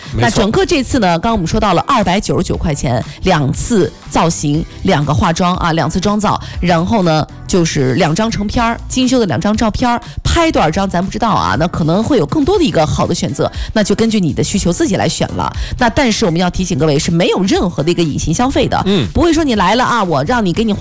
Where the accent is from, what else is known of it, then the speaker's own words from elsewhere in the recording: Taiyuan, Shanxi, China; now in Fuzhou, China; 包括像我的家乡山西太原，